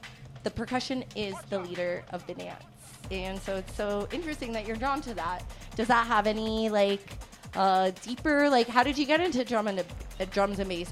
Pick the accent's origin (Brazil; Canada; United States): Canada; But I'm from Canada. Canada, eh? So back where we're from, we don't have that Monday off.